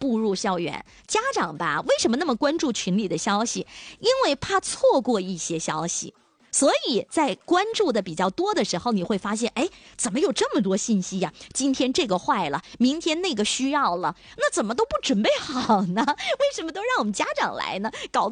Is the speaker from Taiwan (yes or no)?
no; China; 也不是说我们中国人就是有这种很随大溜的从众心理，